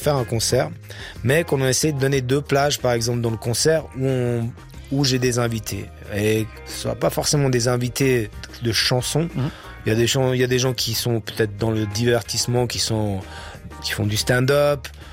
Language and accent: French; Paris, Île-de-France, France; c'était vraiment moi, je suis parisien et lui il est marseillais déjà